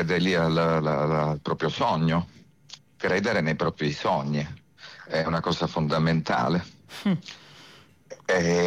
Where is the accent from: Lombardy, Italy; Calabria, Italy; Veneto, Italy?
Calabria, Italy; Crotone; moved away as an adult; also born or lived in Florence; now in Rome, Italy; Io sono partito da Crotone, come dicevi tu, dalla Calabria, per dedicarmi completamente alla musica. E prima mi sono trasferito a Firenze, dove ho fatto l'università